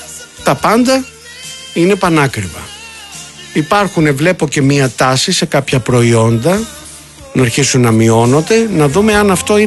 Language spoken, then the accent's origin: Greek; Molaoi, Peloponnese, Greece; Αλήθεια που λέμε και στο χωριό μου. Το λέμε και εμένα και εμείς στο χωριό μου και στους Μολάους το λέμε το by the book.